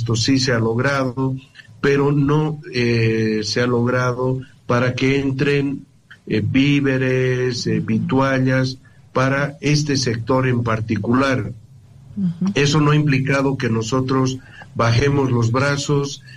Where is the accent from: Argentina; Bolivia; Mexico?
Bolivia; now in La Paz, Bolivia; estamos atravesando como bolivianos un periodo difícil